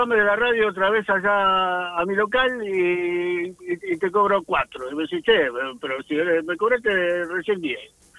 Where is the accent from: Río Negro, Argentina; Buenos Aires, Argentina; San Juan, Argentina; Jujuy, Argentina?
Buenos Aires, Argentina; moved away; yo soy de Buenos Aires también.